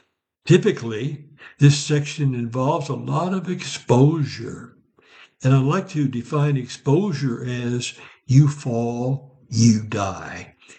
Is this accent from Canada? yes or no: no; Ursa, Illinois, United States; my hometown of Ursa, Illinois.